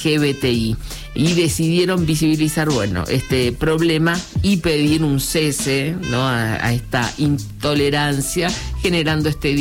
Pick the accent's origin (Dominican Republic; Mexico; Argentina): Argentina; Buenos Aires; yo me crié en Capital Federal, en todos los barrios había una biblioteca, ¿no?